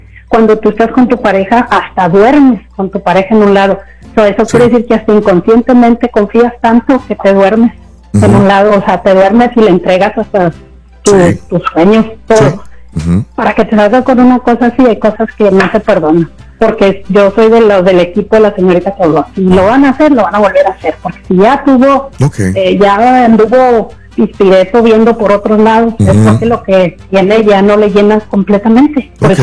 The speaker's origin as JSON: {"language": "Spanish", "region": "Coahuila", "country": "Mexico", "said": "Es que soy del norte, soy de Coahuila."}